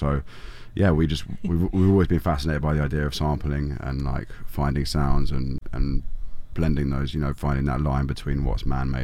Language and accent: English; London, United Kingdom; Yeah, in London. Yeah, we grew up in London.